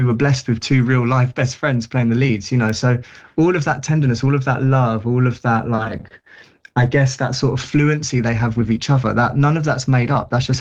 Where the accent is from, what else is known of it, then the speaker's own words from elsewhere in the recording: London, United Kingdom; It was a similar deal in where I grew up in South London.